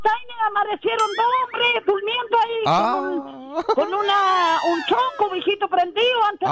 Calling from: San Luis de Manantiales, Chile; De San Luis de Manantiales

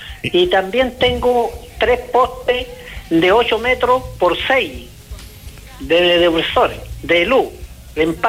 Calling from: Curicó, Maule, Chile; De aquí, Curicó.

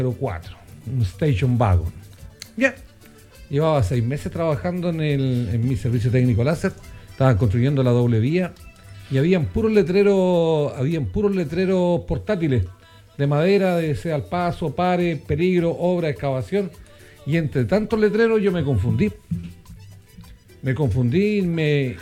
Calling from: Longaví, Maule, Chile; Saliendo de aquí de Longaví

